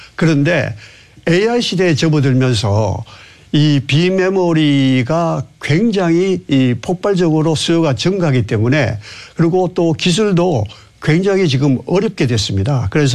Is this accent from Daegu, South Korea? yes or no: yes; Daegu, South Korea; moved away as an adult; 저는 그 고향이 대구입니다.